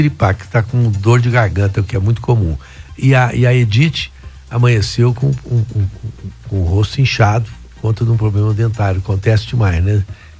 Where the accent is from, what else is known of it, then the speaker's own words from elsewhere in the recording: Brazil; nós brasileiros